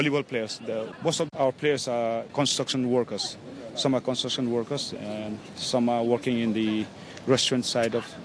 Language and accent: English; Hong Kong; Yes, I was born in Hong Kong. Yes, my father was stationed in the British Army in Hong Kong.